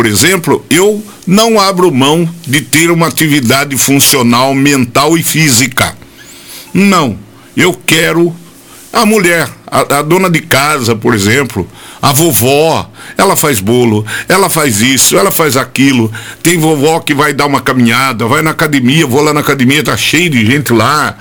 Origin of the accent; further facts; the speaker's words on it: Brazil; Porque Rafar nunca teve rádio. E eu queria uma rádio na minha cidade natal.